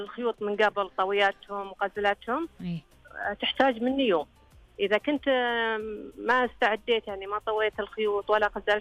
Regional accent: Eastern Province, Saudi Arabia; عندنا بالشرقية

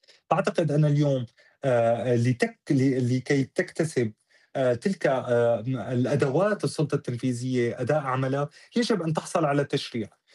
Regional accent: Syria; نحتاج إلى قضاء يحمينا كسوريين وسوريات

